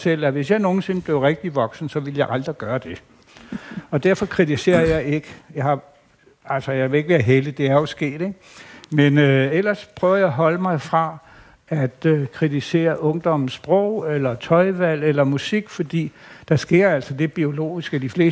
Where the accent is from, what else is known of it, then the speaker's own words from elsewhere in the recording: Bogense, Region of Southern Denmark, Denmark; da jeg voksede op faktisk her i Bogense jo, og jeg er født i 50, og jeg blev teenager i 60'erne.